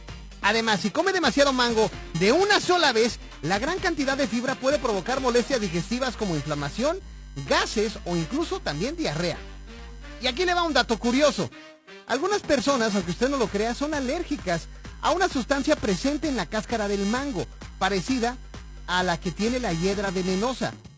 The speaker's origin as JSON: {"language": "Spanish", "country": "Mexico", "said": "Además, como latinos, como mexicanos principalmente, luego también le echamos a perder las propiedades"}